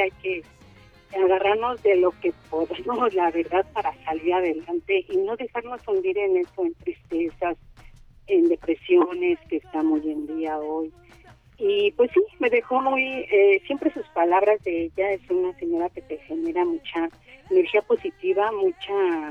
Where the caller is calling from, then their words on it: Chalco, State of Mexico, Mexico; Yo vivo hasta la salida de Chalco y trabajo un poquito más arriba de Polanco.